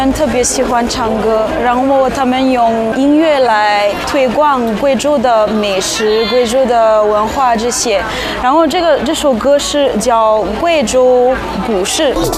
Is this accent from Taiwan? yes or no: no; Madagascar; Chinese is a second language; moved away as an adult; now in China; 我来自马达加斯加。